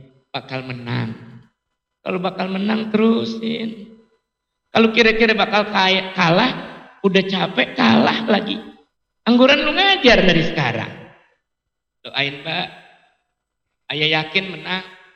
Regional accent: Jakarta, Indonesia; Saya sendiri di daerah saya, di Matraman saya

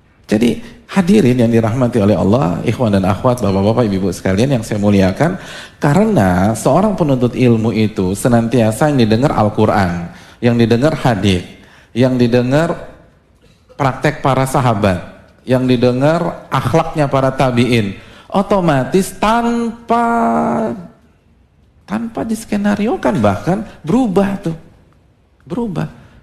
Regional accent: Jakarta, Indonesia; Saya dari kecil sampai SMA itu di Jakarta, omongannya logo-logoan.

